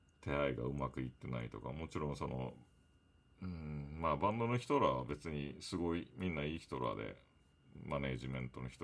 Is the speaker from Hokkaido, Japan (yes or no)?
no; Okinawa, Japan; born or raised there; moved away